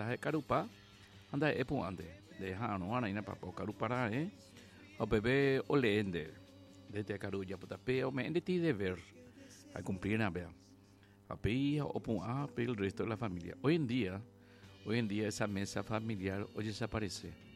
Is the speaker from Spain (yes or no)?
no; Paraguay; Somos un paraguayo sangre pura.